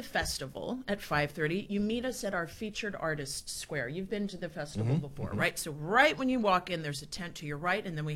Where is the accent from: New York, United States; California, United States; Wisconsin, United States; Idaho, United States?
California, United States; Bakersfield; Born and raised in Bakersfield.